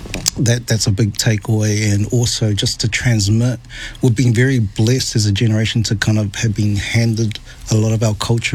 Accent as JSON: {"language": "English", "country": "Samoa", "said": "And I'm from Savai'i"}